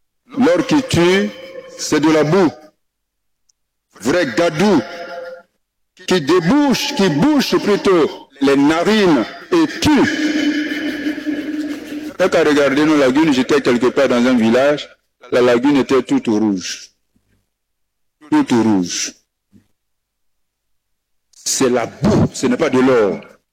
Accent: Côte d’Ivoire; Chez nous en Côte d'Ivoire

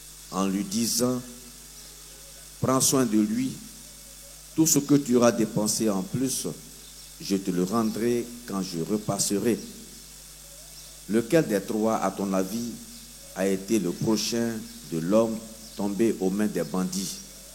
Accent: Côte d’Ivoire; chez nous, en Côte d'Ivoire

